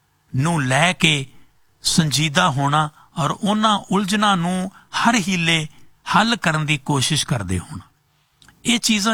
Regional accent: Hathar, Punjab, India; born or raised there

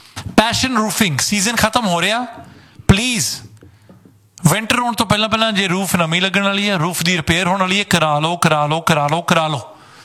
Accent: Ludhiana, Punjab, India; ਅਸੀਂ ਵੀ ਲੁਧਿਆਣੇ ਤੋਂ ਹੀ ਆ।

